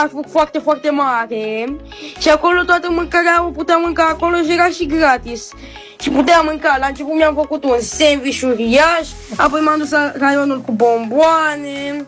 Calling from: Botoșani, Botoșani County, Romania; din Botoșani, am 10 ani

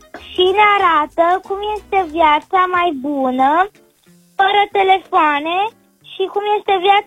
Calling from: Iași, Iași County, Romania; Am 9 ani și 11 luni și sunt din Iași.

